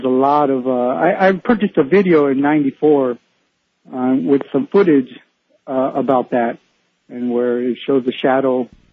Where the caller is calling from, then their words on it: La Quinta, California, United States; Yeah, I'm calling from La Quinta, California.